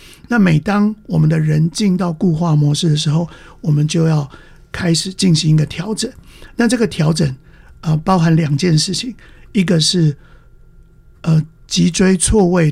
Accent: Taiwan; now in United States; 即使是我是台湾人，我是教会唯一的台湾人，就我们家是教会唯一的台湾家庭

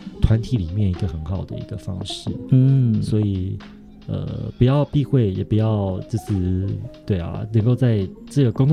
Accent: Xinpu, Hsinchu County, Taiwan; 也是很充满自信的去告诉大家我是新竹信不会的客家人

